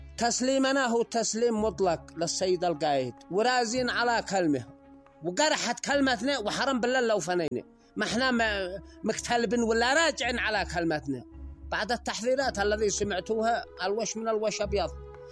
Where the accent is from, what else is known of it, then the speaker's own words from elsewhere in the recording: Yemen; بالنسبة لنا احنا كشعب يمني حاضرين جاهزين مستعدين